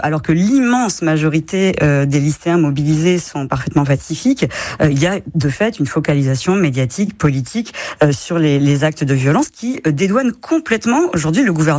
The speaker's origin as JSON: {"language": "French", "region": "Occitanie", "country": "France", "said": "chez nous en Occitanie"}